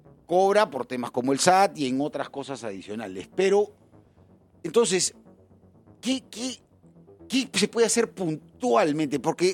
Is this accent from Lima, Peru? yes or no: yes; Lima, Peru; born there; Yo soy hijo de provinciano también, yo soy hijo de primera generación de limeño